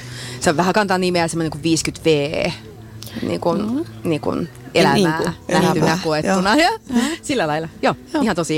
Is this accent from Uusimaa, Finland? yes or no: no; Siilinjärvi, North Savo, Finland; itse kun olen Savosta kotoisin Siilinjärveltä, niin mä tunnistan tämän maaperän